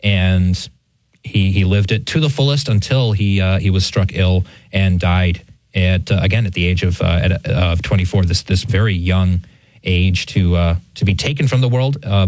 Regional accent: United States

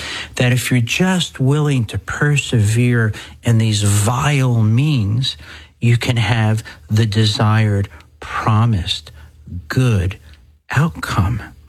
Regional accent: New Jersey, United States; The second parish I grew up in New Jersey

